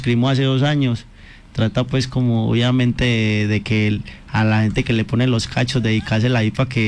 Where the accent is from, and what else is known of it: Segovia, Antioquia, Colombia; born or raised there; moved away as an adult; now in Copacabana, Colombia